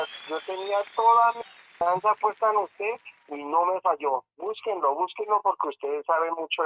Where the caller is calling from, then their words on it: Villeta, Cundinamarca, Colombia; Aquí de Villeta, Cundinamarca.